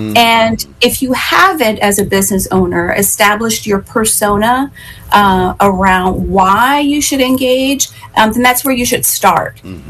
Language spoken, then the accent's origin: English; Pennsylvania, United States; born there; moved away; also born or lived in Philadelphia; there's been a lot of excitement in my home state of Pennsylvania, mm-hmm. In my former stomping grounds, Philadelphia.